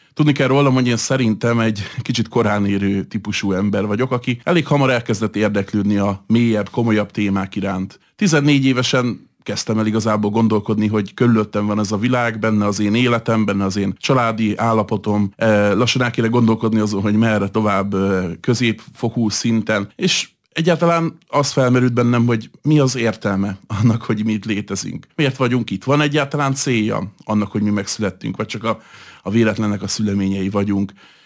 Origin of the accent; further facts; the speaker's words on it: Hungary; főleg itt Európában magyarként